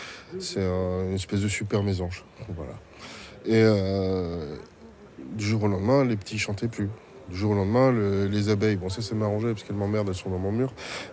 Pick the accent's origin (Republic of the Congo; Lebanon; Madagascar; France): Madagascar; J'ai grandi aussi à Madagascar. À Madagascar, il y a eu des moments de pollution extrême à certains endroits